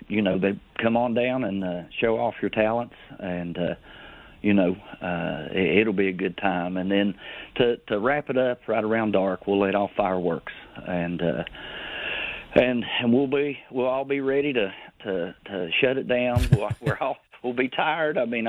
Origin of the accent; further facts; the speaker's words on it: West Virginia, United States; we especially in southern West Virginia, our small towns, I mean, that's what makes our communities, it's just, I don't know how to explain it. I mean, I would not want to live anywhere else, and the hospitality down here is wonderful.